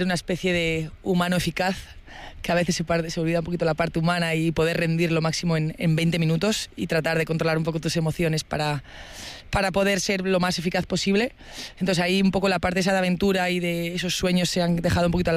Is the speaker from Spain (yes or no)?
yes; Getxo, Basque Country, Spain; soy de Guecho